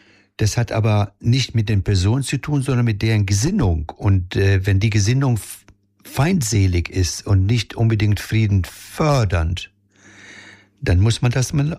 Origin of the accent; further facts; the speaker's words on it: Palestine; now in Germany; als Palästinenser